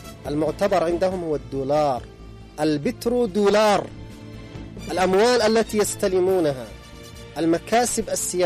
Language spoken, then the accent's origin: Arabic; Yemen; نحن كشعب يمني، نفوسنا وأرواحنا وحياتنا وأموالنا وما نملك فداء لمكة المكرمة